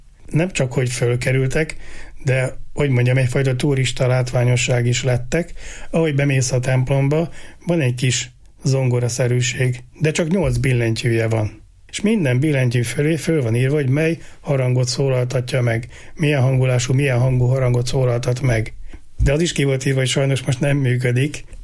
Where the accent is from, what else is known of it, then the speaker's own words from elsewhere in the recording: Hungary; magyarok vagyunk